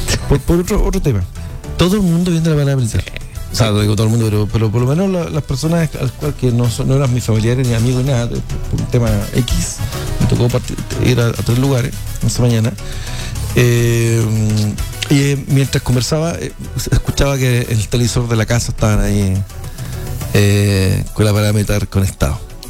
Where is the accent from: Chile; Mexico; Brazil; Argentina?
Chile